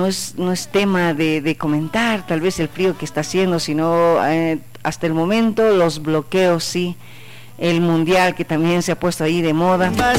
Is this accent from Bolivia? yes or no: yes; Bolivia; Somos todos los bolivianos.